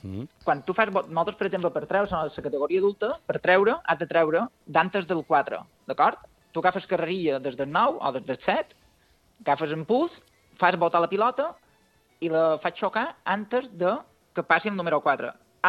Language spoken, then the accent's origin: Catalan; Balearic Islands, Spain; nosaltres som mallorquins